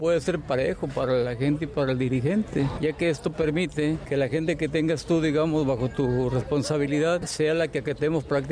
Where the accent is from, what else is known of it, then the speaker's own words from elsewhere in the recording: Tepic, Nayarit, Mexico; no somos la gente de Tepic la que estamos involucrados aquí